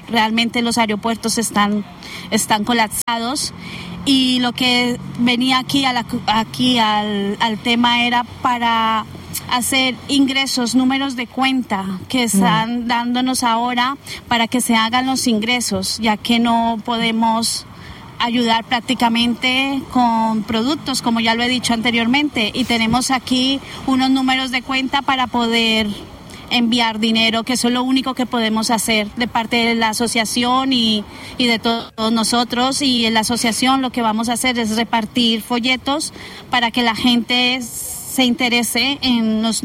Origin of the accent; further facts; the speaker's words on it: Colombia; moved away; Sí, soy de Colombia, país hermano.